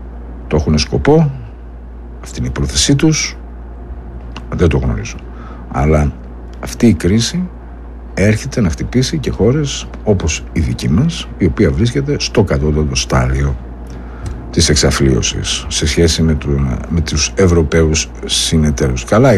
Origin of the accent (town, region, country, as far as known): Greece